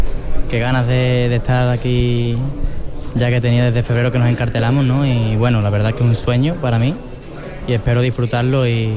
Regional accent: Mairena del Alcor, Andalusia, Spain

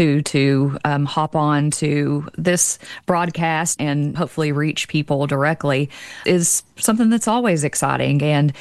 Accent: Kentucky, United States; I mean, I'm from Eastern Kentucky, and it makes me excited to hear about things that are going on

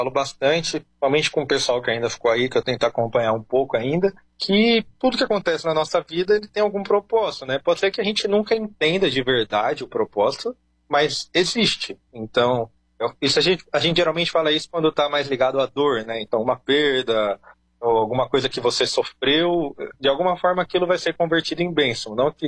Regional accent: São Paulo, Brazil; E o que eu falo para as pessoas é: eu vim de São Paulo.

